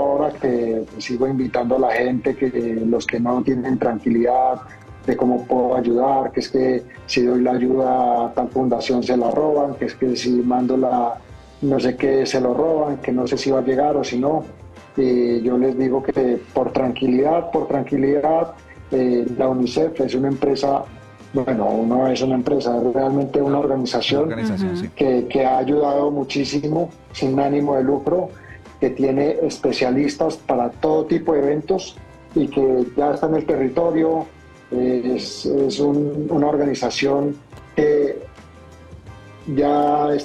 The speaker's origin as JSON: {"language": "Spanish", "country": "Colombia", "said": "Y represento a Latinoamérica y represento a Colombia y soy colombiano"}